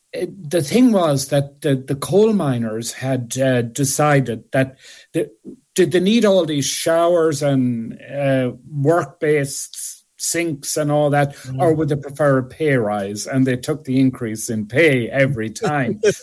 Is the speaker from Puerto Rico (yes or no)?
no; Arigna, Connacht, Ireland